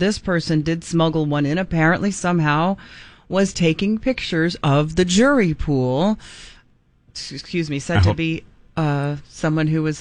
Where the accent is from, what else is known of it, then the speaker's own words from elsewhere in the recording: Dallas, Texas, United States; moved away; and I haven't lived there in years, but I am from Dallas, and specifically that area